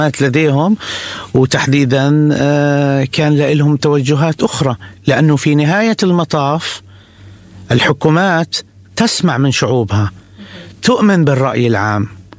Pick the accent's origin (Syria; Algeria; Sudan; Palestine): Palestine; نحن كفلسطينيين